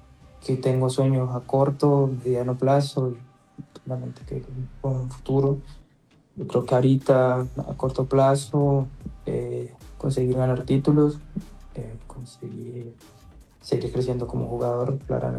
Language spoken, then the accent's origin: Spanish; Quibdó, Chocó, Colombia; moved away; hago mención del lugar que yo nací, el lugar que me vio crecer